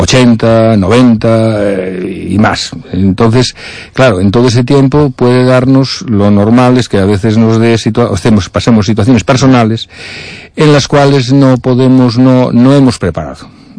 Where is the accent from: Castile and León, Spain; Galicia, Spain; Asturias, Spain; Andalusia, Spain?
Galicia, Spain; nosotros, claro, los que somos de Galicia